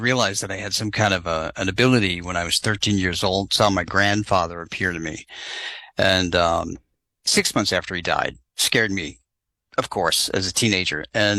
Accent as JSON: {"language": "English", "region": "New England", "country": "United States", "tie": "born or raised there"}